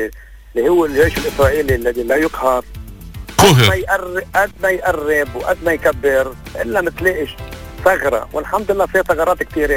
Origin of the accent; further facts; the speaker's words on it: South Lebanon, Lebanon; now in Beirut, Lebanon; من الجنوب